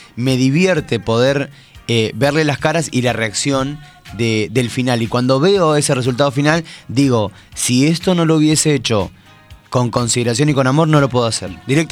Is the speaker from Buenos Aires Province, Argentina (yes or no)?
yes; Coronel Dorrego, Buenos Aires Province, Argentina; born there; now in Mar del Plata, Argentina; Yo soy nacido en Dorrego, si bien vivo en Mar del Plata hace 17 años.